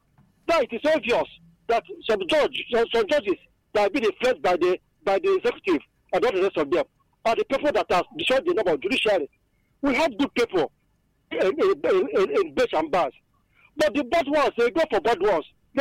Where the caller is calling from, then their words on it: Anambra, Nigeria; I come from Buka in Anambra State.